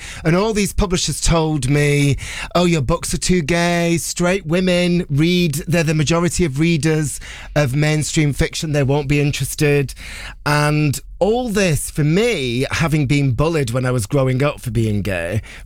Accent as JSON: {"language": "English", "town": "Bolton", "region": "North West England", "country": "United Kingdom", "tie": "born or raised there", "said": "Bolton in the Central Library, my hometown"}